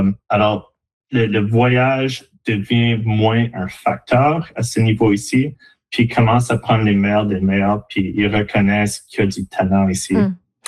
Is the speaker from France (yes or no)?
no; Saskatchewan, Canada; Alors, comme vous avez dit, j'ai grandi au Saskatchewan.